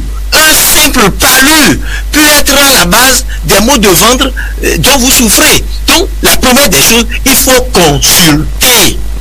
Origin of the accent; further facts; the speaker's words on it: Benin; Je suis béninois. Je suis béninois.